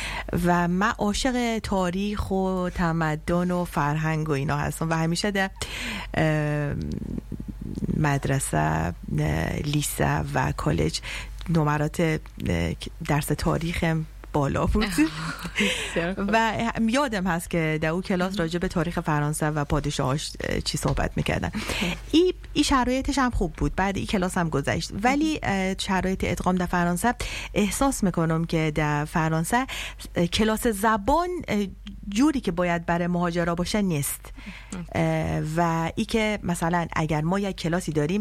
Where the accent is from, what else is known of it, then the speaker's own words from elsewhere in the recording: Iran; moved away as an adult; now in France; کلا ما در ایران در دنیا آمدیم و بزرگ شدیم،